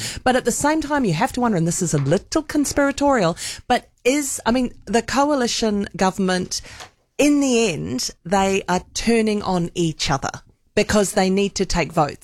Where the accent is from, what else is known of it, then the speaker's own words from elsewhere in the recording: New Zealand; accent: New Zealand; first language English; I'm European in appearance, and English is my first language, and my parents are New Zealanders, so my sisters and I all have New Zealand accents